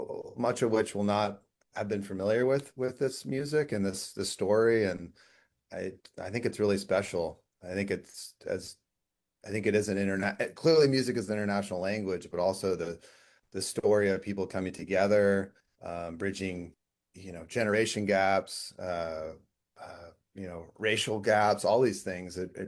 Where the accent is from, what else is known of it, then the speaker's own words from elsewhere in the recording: Seattle, Washington, United States; I grew up in, I'm from Seattle, and I like a maybe naive American, or at least a naive Seattleite.